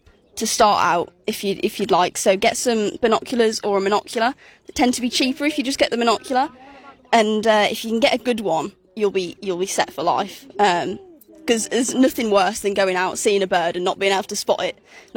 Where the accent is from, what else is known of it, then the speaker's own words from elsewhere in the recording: West Midlands, United Kingdom; growing up around the West Midlands, you got the canals everywhere